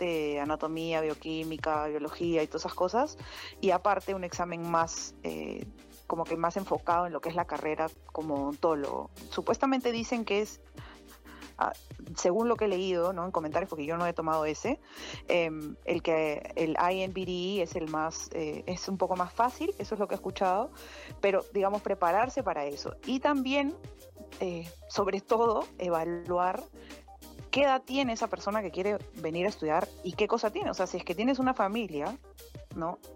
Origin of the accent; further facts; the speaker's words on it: Peru; te hablo como mamá peruana, somos bastante fuertes, pero amorosas, cariñosas, versátiles.